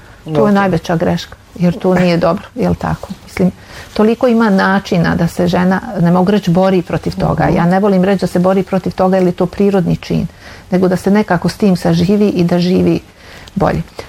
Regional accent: Orašje, Posavina, Bosnia & Herzegovina; ja sam odrasla u Orašju na Savi

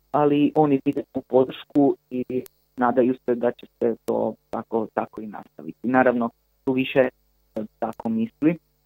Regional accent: Croatia; Ja sam odrastao u Hrvatskoj

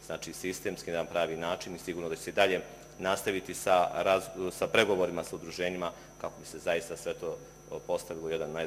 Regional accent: Herzegovina, Bosnia & Herzegovina; iz grada odakle ja dolazim iz Hercegovine

